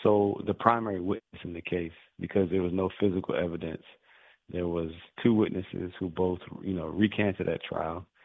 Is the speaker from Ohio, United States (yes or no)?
no; Washington, District of Columbia, United States; that I grew up in Eckington, over there in North Capitol and, Florida Ave